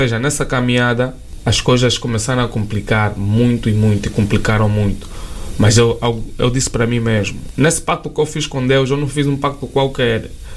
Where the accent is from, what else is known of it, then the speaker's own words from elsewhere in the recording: Angola; moved away as an adult; quando eu saí de Angola, eu saí de lá